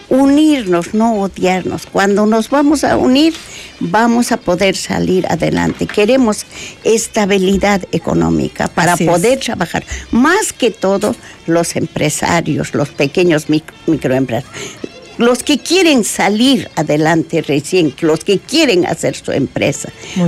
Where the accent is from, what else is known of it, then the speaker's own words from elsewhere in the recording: Puno, Peru; Es mi pueblo, yo soy de Puno